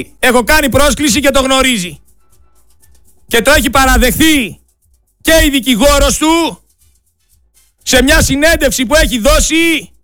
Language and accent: Greek; Greece; Είμαι απλά Έλληνας. 100% Έλληνας.